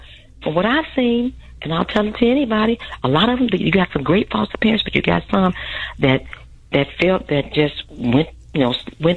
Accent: Chicago, Illinois, United States; We grew up in the LeClaire Courts, where everybody, it's a project, where everybody basically worked.

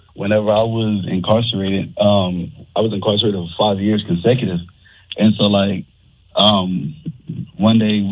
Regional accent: Arizona, United States; See, I'm from Arizona, but I was in Florida at a Coleman Federal Prison.

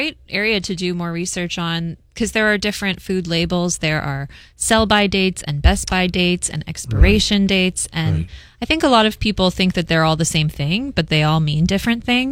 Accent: Hawaii, United States; I am originally from Oahu, born and raised here.

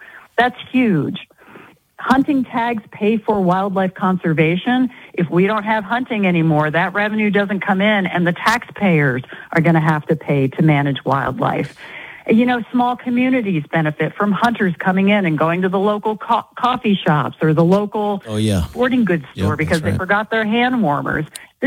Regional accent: Gunnison County, Colorado, United States; I'm from Gunnison County

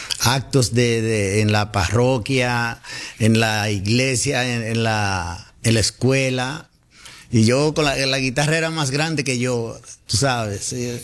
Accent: San José de las Matas, Santiago, Dominican Republic; Yo nací en la Clínica Corominas de Santiago, pero yo me crié, soy de San José de las Matas. Mis padres, pues, vivían allí, vivimos todavía. Soy cibaeño de pura cepa.

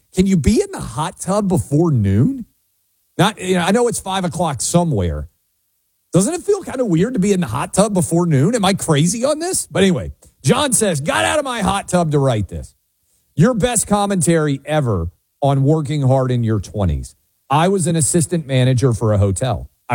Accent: Tennessee, United States; You can play in my home state of Tennessee.

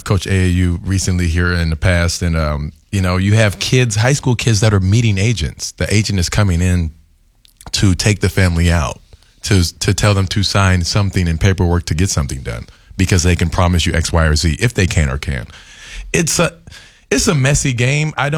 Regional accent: California, United States; my buddy who I grew up with in California

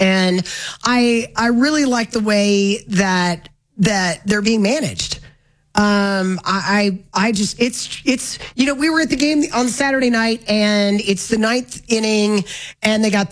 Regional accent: Florida, United States; And don't get me wrong, I grew up in Florida. I absolutely love Disney World.

